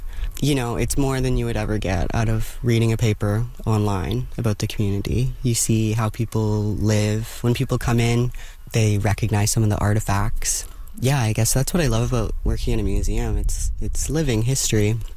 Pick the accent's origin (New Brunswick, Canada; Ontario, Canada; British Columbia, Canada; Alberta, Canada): Alberta, Canada; Calgary; I'm from Calgary, and I went to school in art history in Montreal